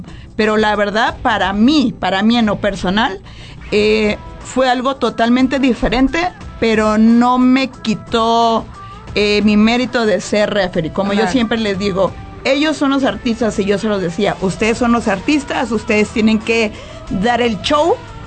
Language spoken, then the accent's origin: Spanish; Nayarit, Mexico; now in Tijuana, Mexico; yo siempre orgullosamente nayarita, eso nadie me lo quita, aunque radico en Tijuana, que también pues soy norteña, ¿no? Y ya con tantos años, pero eso no me quita el orgullo de ser nayarita